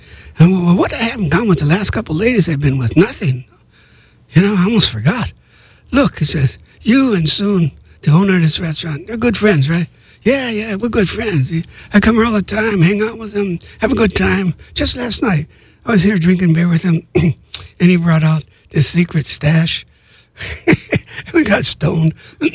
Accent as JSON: {"language": "English", "town": "Los Angeles", "region": "California", "country": "United States", "tie": "born or raised there", "said": "I grew up in East L.A., which really wasn't. It was a Latino community."}